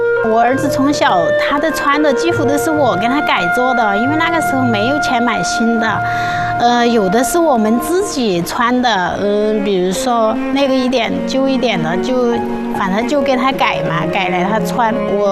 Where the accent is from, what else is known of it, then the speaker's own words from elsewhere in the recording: Nanchong, Sichuan, China; 我老家是南充的，那个时候家里条件不好